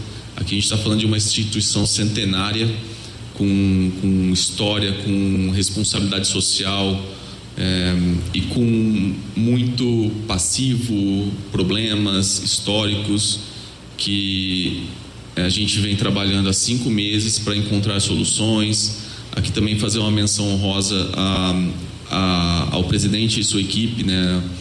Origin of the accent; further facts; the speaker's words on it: Brazil; nós brasileiros